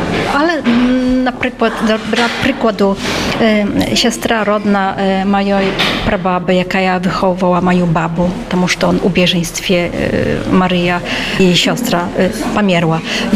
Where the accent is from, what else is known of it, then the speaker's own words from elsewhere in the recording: Podlaskie Voivodeship, Poland; w Bielsku druga jest sytuacja, u nas na Sokolszczynie zupełnie inna sytuacja